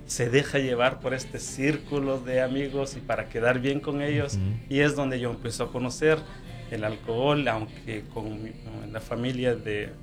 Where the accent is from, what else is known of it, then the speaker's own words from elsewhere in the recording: Guatemala; moved away as an adult; Entonces, me vengo de salgo de Guatemala, llego en este país como todo sueño de todos, ¿verdad?